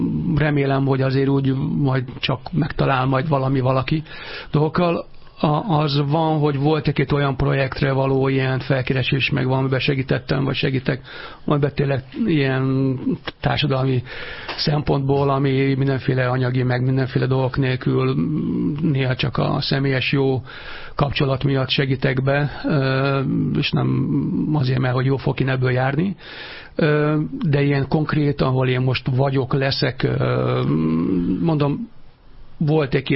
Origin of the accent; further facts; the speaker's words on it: Budapest, Hungary; Én a 11. kerülethez tartom magam, mert én ott születtem, ott jártam iskolába, a Vodába, egyébként meg Erzsébeten laktunk